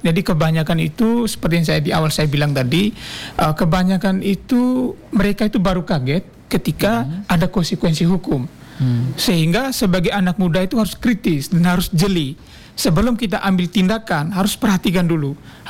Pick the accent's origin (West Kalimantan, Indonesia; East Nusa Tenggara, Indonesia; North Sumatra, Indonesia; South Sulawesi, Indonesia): East Nusa Tenggara, Indonesia; Nangaba; now in Semarang, Indonesia; Saya asli Ataende.